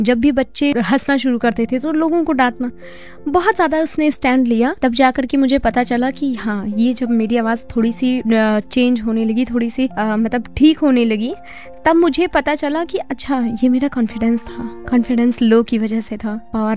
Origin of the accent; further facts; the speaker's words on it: Ayodhya, Uttar Pradesh, India; मैं अयोध्या फैजाबाद नियावा से बिलोंग करती हूँ, नियावा एक जगह है, वहाँ पर बिलोंग करती हूँ।